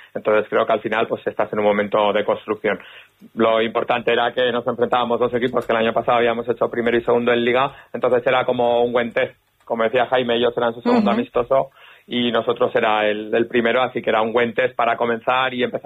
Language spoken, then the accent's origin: Spanish; Zaragoza, Aragon, Spain; moved away; yo soy de Zaragoza, así que vengo de muy lejos